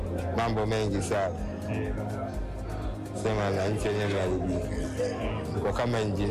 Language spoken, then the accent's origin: Swahili; Dar es Salaam, Tanzania; born there; moved away as an adult; Tanzania, nimezaliwa hapa hapa Dar es Salaam. Kasinza